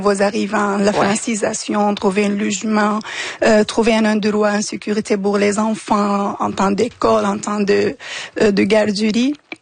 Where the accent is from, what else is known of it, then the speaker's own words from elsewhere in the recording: Damascus, Damascus Governorate, Syria; now in Canada; moi, je viens de Damas, une ville, elle est considérée la première ville bubulée dans l'histoire.